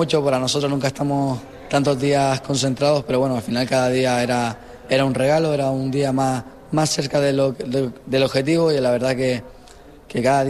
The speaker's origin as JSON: {"language": "Spanish", "region": "Canary Islands", "country": "Spain"}